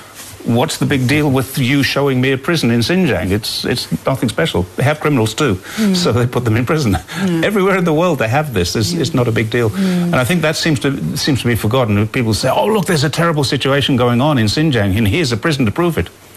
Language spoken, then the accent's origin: English; Australia; I come from Australia.